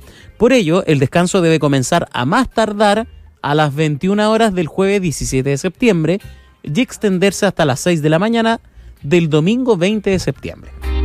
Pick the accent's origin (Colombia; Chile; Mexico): Chile; Pues como chileno siempre es bueno para andar a última hora, a faltar el jueves, tardecito, comprando carne, todo.